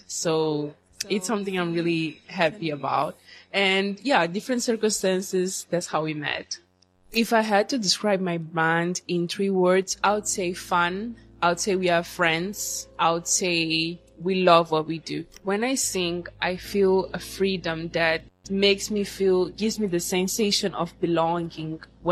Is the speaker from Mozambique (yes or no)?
yes; Mozambique; now in Warsaw, Poland; I am from Mozambique and I'm a singer-songwriter living in Warsaw, Poland.